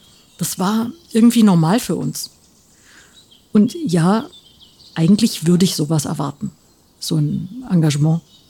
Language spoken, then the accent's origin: German; Bavaria, Germany; ich komme aus dem Westen, aus Bayern, wohnte ich in einem großen Dorf.